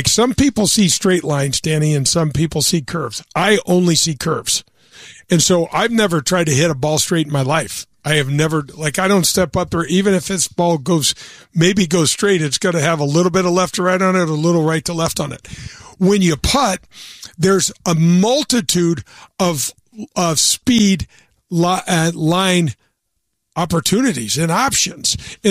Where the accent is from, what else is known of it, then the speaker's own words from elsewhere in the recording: Midwest, United States; I grew up in here in the Midwest